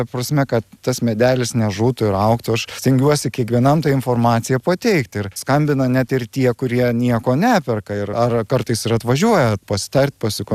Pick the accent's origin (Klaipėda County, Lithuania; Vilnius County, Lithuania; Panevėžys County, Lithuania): Vilnius County, Lithuania; Širvintos; moved away; also born or lived in Molėtai; aš augau nedideliam miestelį Širvintose, ten buvo sodas